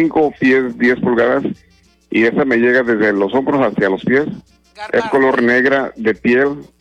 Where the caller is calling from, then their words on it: Houston, Texas, United States; el de Houston, Texas.